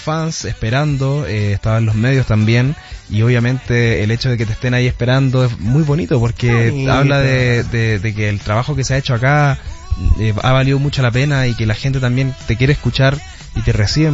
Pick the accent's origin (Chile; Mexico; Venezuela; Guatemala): Chile; yo vengo de mi Chile querido y la verdad es que estoy orgulloso de ser chileno.